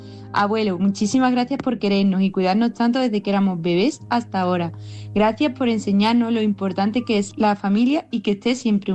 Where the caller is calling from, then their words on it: Seville, Andalusia, Spain; de Sevilla